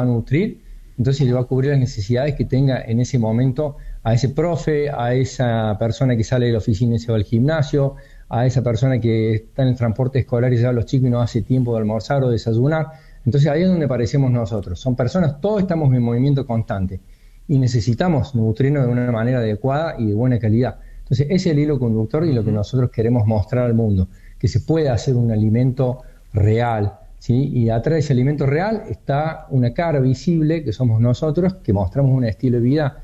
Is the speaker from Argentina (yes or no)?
yes; Argentina; El argentino en sí es resiliente, el contexto te obliga a pensar y eso nos hace únicos como argentinos, ¿no? No, yo diría como que el argentino no sabe cómo rendirse.